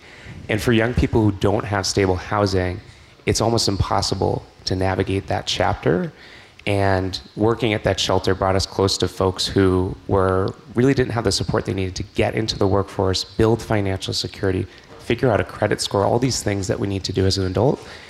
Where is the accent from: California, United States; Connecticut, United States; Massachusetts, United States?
Massachusetts, United States; Westborough; Yeah, so growing up in Westboro, I had the opportunity to represent my town as part of this statewide service initiative